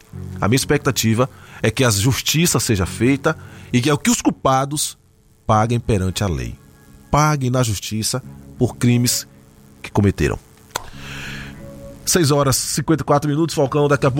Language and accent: Portuguese; Brazil; nós somos brasileiros